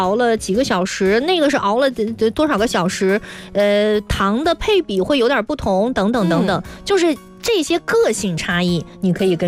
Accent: Northwest China, China; now in Guangdong, China; 我不是广东的，我是西北人。 我是西北人，但是在广东也是

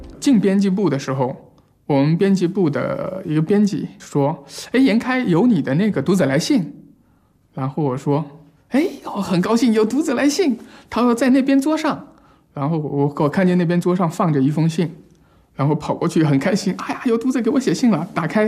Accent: Jiangxi, China; now in Shenzhen, China; 在深圳之前的那大半年过得非常的孤独，突然之间离开了我家乡江西的所有的熟悉的环境

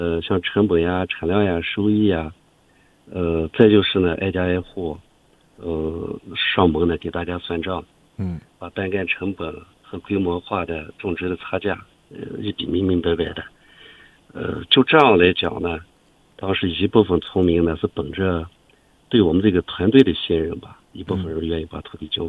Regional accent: Shawan, Xinjiang, China; born there; 我本身就土生土长的庄稼人嘛

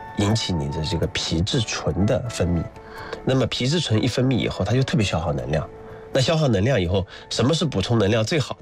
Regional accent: Hangzhou, Zhejiang, China

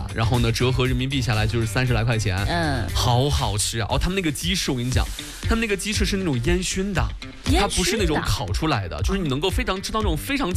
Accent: China; 网红打卡这个事儿，不是只有咱们中国人有

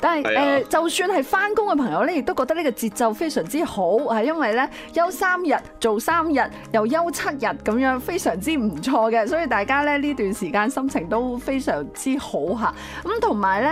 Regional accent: Guangdong, China; 因为我哋广府人都系啦，即系中秋肯定要同屋企人食饭噶嘛。

